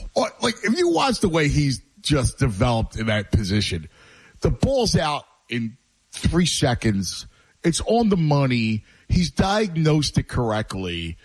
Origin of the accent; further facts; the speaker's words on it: Philadelphia, Pennsylvania, United States; Listen, I'm from Philadelphia, so I hate the Cowboys.